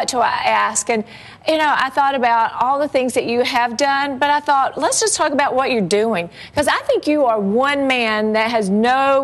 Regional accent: the South, United States; I'm from the South.

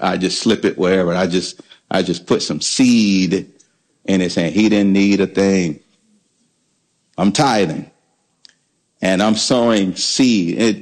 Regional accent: Alabama, United States; I'm from Alabama now

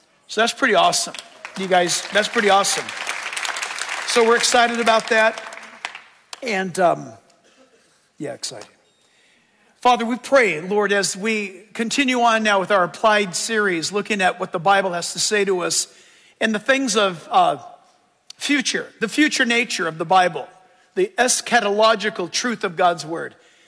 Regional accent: United States; born there; I was born in America.

